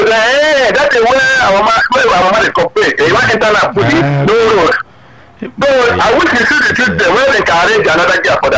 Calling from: Anambra, Nigeria; I come from Oga, and in Anambra State

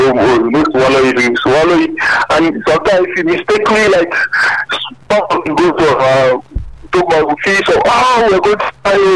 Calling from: Ogun, Nigeria; I'm calling from Ogun State.

